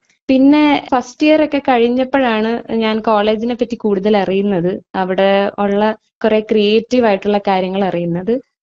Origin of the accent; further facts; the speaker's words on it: Thiruvananthapuram, Kerala, India; ഞാൻ നേമം തിരുവനന്തപുരം സ്വദേശിയാണ്.